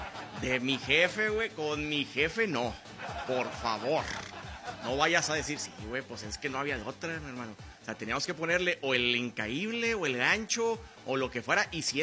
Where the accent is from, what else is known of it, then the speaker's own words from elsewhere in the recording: Mexico; somos los mexicanos, pues hacemos las mexicanadas, ¿verdad?